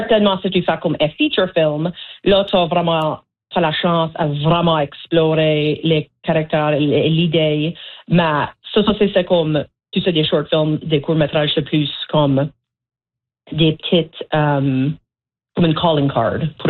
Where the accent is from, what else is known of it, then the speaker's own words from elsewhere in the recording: Petit-Ruisseau, Nova Scotia, Canada; Oui, so moi j'ai grandi à la baie Sainte-Marie. J'ai grandi au Petit-Ruisseau, qui est dans la région Clare. C'est la région acadienne au sud-ouest de la Nouvelle-Écosse.